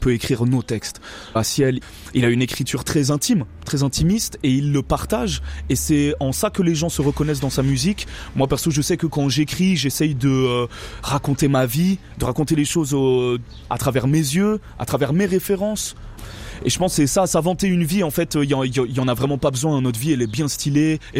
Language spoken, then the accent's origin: French; Geneva, Switzerland; il met play sur ma musique, en 2 secondes, il sait très bien que je viens de Genève, que je suis suisse.